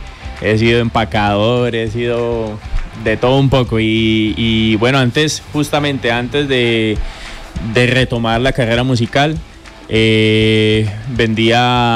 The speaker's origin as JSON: {"language": "Spanish", "town": "Cali", "region": "Valle del Cauca", "country": "Colombia", "moved": "as an adult", "lives_now": "Medellín, Colombia", "said": "Pase de Cali, directamente desde Cali. Ya llevo viviendo aquí un añito en Medellín."}